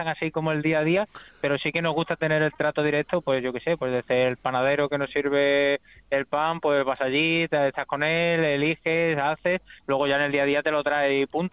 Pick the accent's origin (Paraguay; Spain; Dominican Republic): Spain; Extremadura; Somos los únicos extremeños que estamos ahí